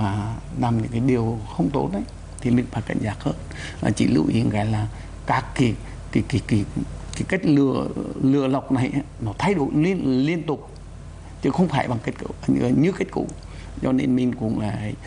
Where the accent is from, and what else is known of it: Vietnam; born or raised there